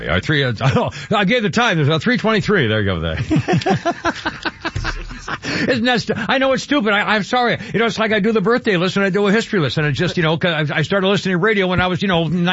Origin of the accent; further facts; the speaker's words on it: United States; As an American, I would not have a problem.